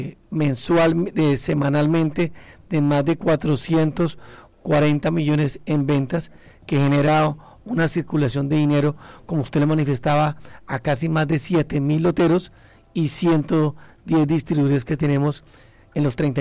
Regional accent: Meta, Colombia; colombianos, es la mujer con el caballo tratando de enlazar. Sí. Entonces, es algo que nos identifica como llaneros, como el joropo y nuestro sombrero.

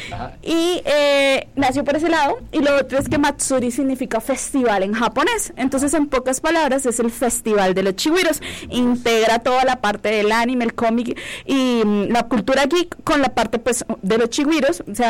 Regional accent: Llanos Orientales, Colombia; nuestra pertenencia como llaneros

